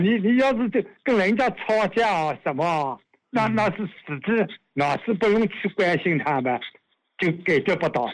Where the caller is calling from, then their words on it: Ningbo, Zhejiang, China; 我是宁波那个时期的。